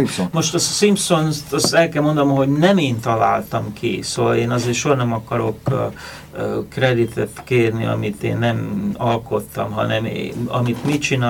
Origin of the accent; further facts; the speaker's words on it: Hungary; now in United States; Tehát kérdés az volt, hogy én elvágtam-e a gyökereket, és én már csak amerikai vagyok. Hát természetesen nem